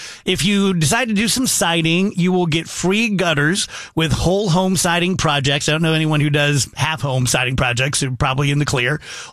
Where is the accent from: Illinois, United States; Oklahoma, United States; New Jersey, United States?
Illinois, United States; South Roxana; you can tell I'm from South Roxana